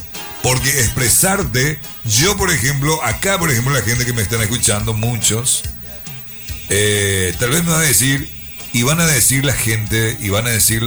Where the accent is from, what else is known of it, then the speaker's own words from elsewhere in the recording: Paraguay; born there; nosotros manejamos el idioma guaraní en Paraguay. Pero el castellano, si vos venís, yo por ejemplo, verdaderamente vine de un pueblo muy, muy, muy, muy precaria